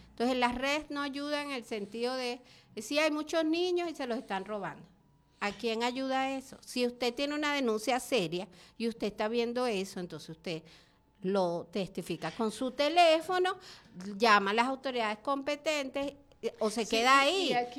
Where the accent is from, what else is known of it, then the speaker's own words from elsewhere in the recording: Venezuela; como somos los venezolanos